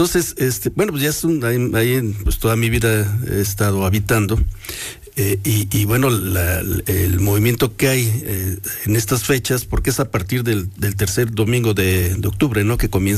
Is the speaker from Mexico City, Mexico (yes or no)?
no; Puebla, Mexico; yo soy del barrio de Los Remedios, entonces, me queda cerca del mercado Carmen Cerdán, mejor conocido de La Cocota.